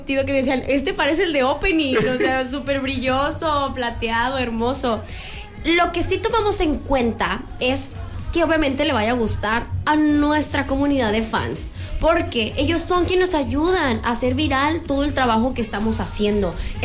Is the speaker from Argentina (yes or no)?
no; Mexico